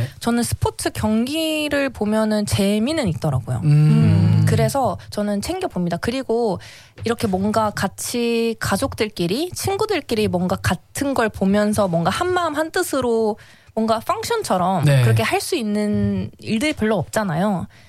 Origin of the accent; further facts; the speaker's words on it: Seoul, South Korea; 죄송해요. 저는 서울 사람이어가지고.